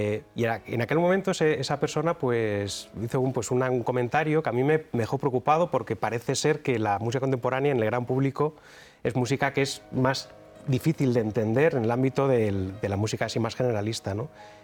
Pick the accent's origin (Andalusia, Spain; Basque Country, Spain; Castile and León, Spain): Andalusia, Spain; Málaga; Claro, es que mi infancia se desarrolla en Málaga. He tenido la suerte de poder criarme en el mar.